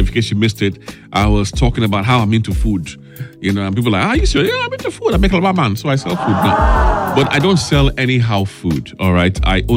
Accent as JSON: {"language": "English", "region": "Akwa Ibom", "country": "Nigeria", "said": "I am from Akwa Ibom State"}